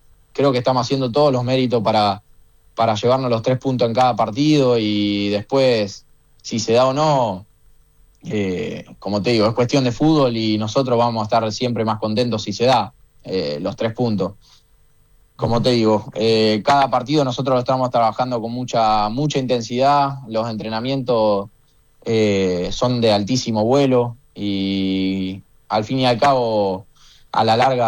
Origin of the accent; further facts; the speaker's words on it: Rosario, Santa Fe, Argentina; also born or lived in Gualeguaychú, Entre Ríos; soy más rosarino que entrerriano, es la realidad.